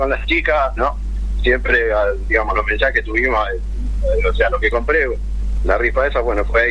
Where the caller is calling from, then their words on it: Moreno, Buenos Aires Province, Argentina; De Moreno.